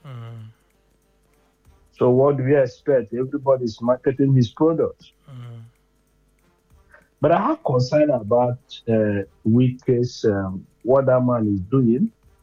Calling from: Enugu State, Nigeria; where am I from? Enugu State.

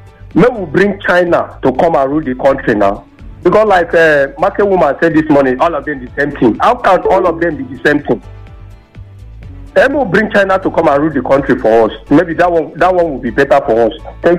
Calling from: Lagos, Nigeria; calling you from Ikate.

